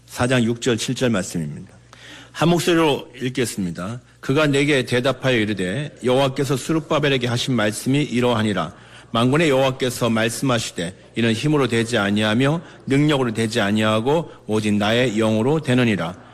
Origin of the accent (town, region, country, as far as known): South Korea